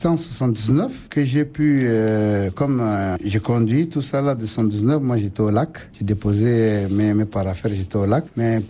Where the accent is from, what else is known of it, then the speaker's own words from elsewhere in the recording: N'Djamena, Chad; Je suis né à Forlamé le 12 juillet 102.